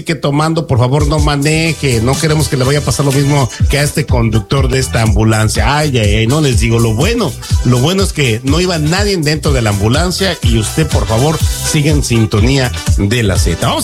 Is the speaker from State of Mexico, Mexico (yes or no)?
no; Puebla, Mexico; born there; Yo nací en Puebla, sí, gracias a Dios.